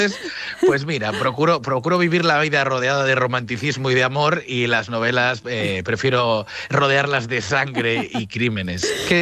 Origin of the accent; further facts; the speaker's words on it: Vigo, Galicia, Spain; born there; Vigo, que yo vivo en Madrid y nací en Vigo, son dos ciudades que conozco a la perfección.